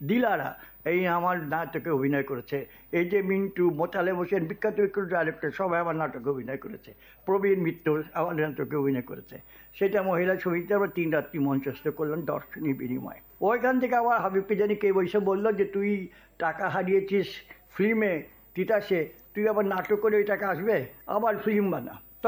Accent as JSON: {"language": "Bangla", "town": "Narayanganj", "region": "Dhaka Division", "country": "Bangladesh", "tie": "born there", "also_born_or_lived": "Chittagong", "said": "শৈশবটা আমার কেটেছে নারায়ণগঞ্জে। নারায়ণগঞ্জে আমি 58 থেকে আছি, তার আগে ছিলাম চিটাগাঙে। চিটাগাঙের মিউনিসিপ্যালিটি হাই স্কুলে আমি ছোটকালে লেখাপড়া করেছিলাম ক্লাস 4 পর্যন্ত।"}